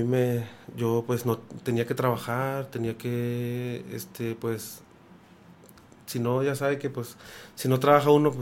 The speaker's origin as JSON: {"language": "Spanish", "region": "Tabasco", "country": "Mexico", "moved": "as an adult", "lives_now": "Ciudad Juárez, Mexico"}